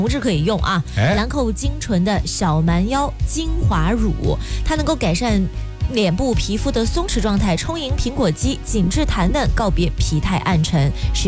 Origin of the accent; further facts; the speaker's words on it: Kaifeng, Henan, China; 我是来自酱牛肉之乡开封的，